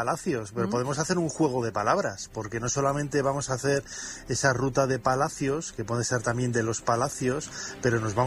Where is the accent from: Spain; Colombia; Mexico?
Spain; León, Castile and León; born there; also born or lived in Valladolid; now in Madrid, Spain; Yo nací en León, estudié en Valladolid y he acabado en Madrid.